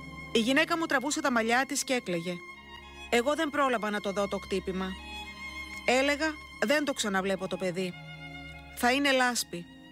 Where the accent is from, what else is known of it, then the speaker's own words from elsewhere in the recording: Kalymnos, South Aegean, Greece; και κατάγομαι από την Κάλυμνο. Είμαι 37 ετών, πατέρας δύο παιδιών.